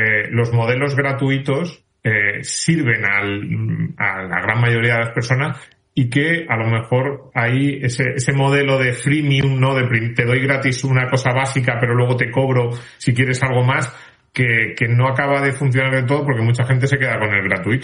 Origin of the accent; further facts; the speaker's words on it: Asturias, Spain; Me voy a quedar aquí en mi pueblo en Asturias, me voy a poner a plantar pepinos y a decir, me da igual lo que hagan por ahí, yo me quedo en lo básico, en la tierra.